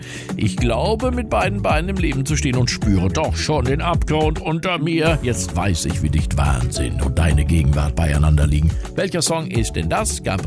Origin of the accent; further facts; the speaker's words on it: Rhineland-Palatinate, Germany; Ja, ich komme aus dem Westerwald, da würde man auch gucken natürlich.